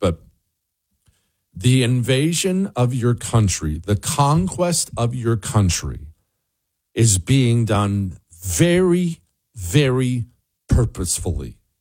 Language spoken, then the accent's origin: English; Bozeman, Montana, United States; Montana. I grew up in Bozeman. Now, it's not the biggest city in Montana, but it's one of them.